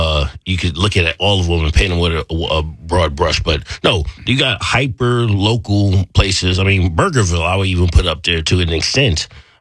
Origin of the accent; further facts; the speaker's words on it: New York, United States; Growing up in New York, you know, working after culinary school, working in New York City and going through, you know, Michelin restaurants.